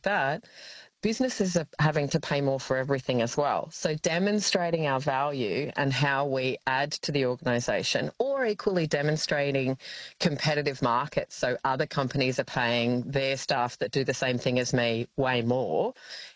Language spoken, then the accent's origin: English; Australia; we're Australian. We don't like to big ourselves up, right?